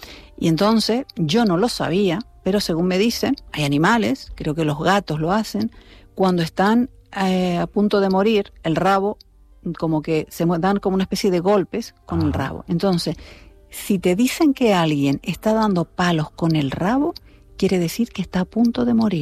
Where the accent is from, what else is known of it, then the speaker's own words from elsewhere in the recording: El Hierro, Canary Islands, Spain; Solo se espescusa en el Hierro, porque en otros sitios se curiosea, se pregunta, se investiga, se indaga, pero nosotros espescusamos.